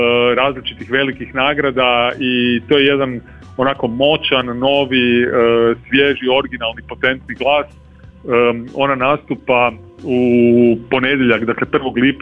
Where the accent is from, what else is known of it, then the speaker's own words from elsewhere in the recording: Croatia; mi smo tu kao Hrvati, kao hrvatski čitatelji, kao hrvatska publika